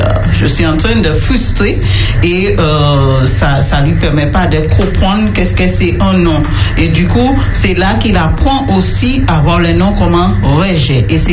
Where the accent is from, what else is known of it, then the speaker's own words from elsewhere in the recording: St. Lucia; now in Martinique; je suis de l'île de Sainte-Lucie. Je viens de l'île de Sainte-Lucie et je suis bien adopté ici en Martinique et je suis l'enfant de Martinique maintenant.